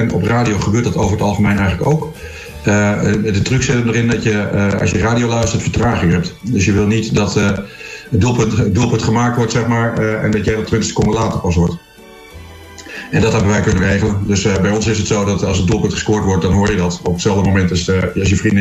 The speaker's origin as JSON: {"language": "Dutch", "town": "Zwolle", "region": "Overijssel", "country": "Netherlands", "said": "Ik kom uit Zwolle, zeg maar, dus we hebben seizoenskaarten bij PEC."}